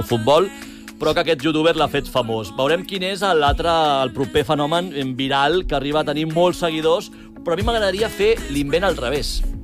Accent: Galicia, Spain; Soc humorista gallec.

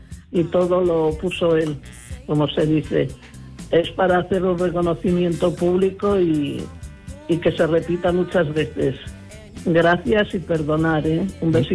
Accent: Navia, Asturias, Spain; now in Madrid, Spain; yo soy de Navia, aunque vivo en Madrid.

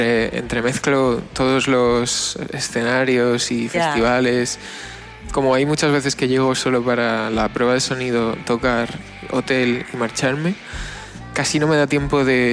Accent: Galicia, Spain; de mi tierra, ¿no? De Galicia.

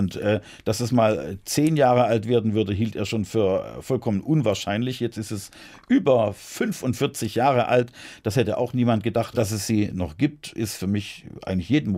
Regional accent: Heilbronn, Baden-Württemberg, Germany; Ich bin schon 1988 erstmals in meiner Heimatstadt Heilbronn als unabhängiger Kandidat zur Landtagswahl angetreten.

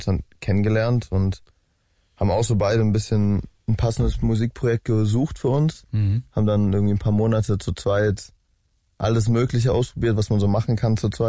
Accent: Cologne, North Rhine-Westphalia, Germany; Ich komme aus Köln oder bin so in der Umgebung von Köln irgendwie aufgewachsen

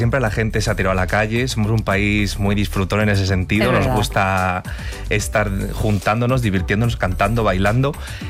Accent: Valladolid, Castile and León, Spain; moved away; also born or lived in Seville; me fui de mi tierra, que yo soy de Valladolid.

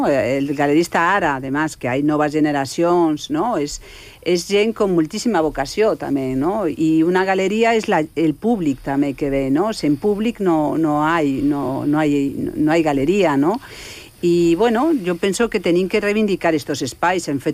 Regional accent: A Coruña, Galicia, Spain; Catalan is a second language; moved away; also born or lived in Madrid / Paris; Jo sóc gallega i de Galícia, jo sóc de la Corunya, i de Corunya he anat a Madrid, he viscut el Madrid de los 80, no?

